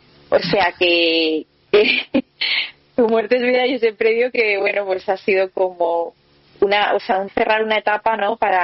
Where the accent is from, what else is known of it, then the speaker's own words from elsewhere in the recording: Valencia, Valencian Community, Spain; en un encuentro del que yo tenía en Madrid, yo soy de Valencia, y me fui a Madrid